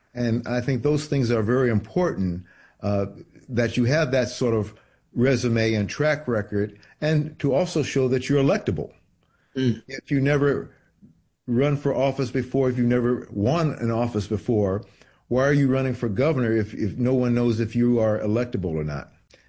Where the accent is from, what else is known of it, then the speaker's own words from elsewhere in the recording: Detroit, Michigan, United States; moved away as an adult; also born or lived in Virginia / Southern California; now in Bay Area, California, United States; I was born in Virginia, grew up in Detroit, Michigan, working class community.